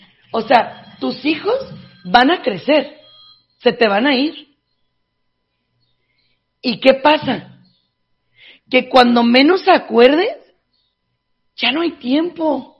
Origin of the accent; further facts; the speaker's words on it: Jerez, Zacatecas, Mexico; Yo soy de Zacatecas, yo soy de Jerez, Zacatecas. Y yo me acuerdo de mis papás llevándonos al rancho el fin de semana